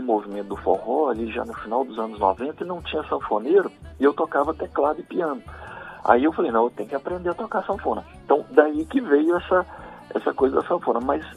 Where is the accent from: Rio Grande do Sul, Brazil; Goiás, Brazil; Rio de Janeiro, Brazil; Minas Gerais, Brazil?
Minas Gerais, Brazil; A gente é de Minas, então, nesse do ano passado, mostra um pouco essa mistura do forró com o som mineiro, né, que a gente, né, como a gente é de Minas, a gente tem um pouco disso.